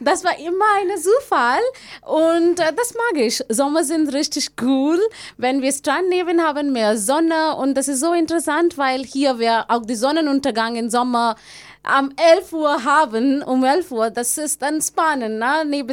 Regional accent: India; German is a second language; moved away as an adult; now in Rostock, Germany; So, ich komme ursprünglich von Indien aus, aber ich wohne in Deutschland seit 7 Jahren. Es ist fast 7 Jahre im September Ende dieses Jahr.

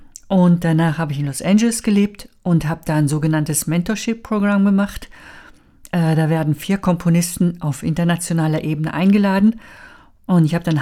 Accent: Switzerland; moved away; also born or lived in Italy / United States; weil ich bin in der Schweiz aufgewachsen. Meine Eltern, meine Vorfahren sind aber Deutsche. Da habe ich 6 Jahre in Italien gelebt, 3 Jahre USA

